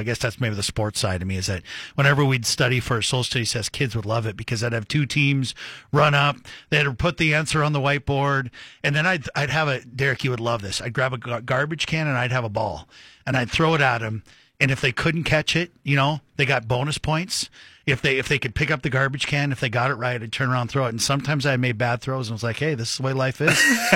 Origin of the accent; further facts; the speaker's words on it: Montana, United States; My parents and I grew up in Montana, so on vacation, my dad would drive us over to the Kingdom in Seattle.